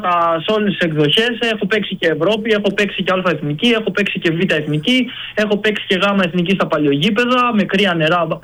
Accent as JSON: {"language": "Greek", "town": "Larissa", "region": "Thessaly", "country": "Greece", "tie": "born or raised there", "said": "είμαι Λαρισαίος, μεγάλωσα εκεί."}